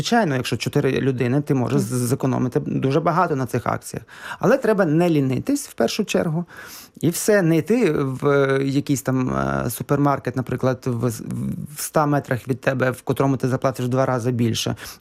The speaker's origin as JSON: {"language": "Ukrainian", "town": "Chop", "region": "Zakarpattia Oblast", "country": "Ukraine", "tie": "born or raised there", "said": "Я родом з Чопа, це Закарпатська область."}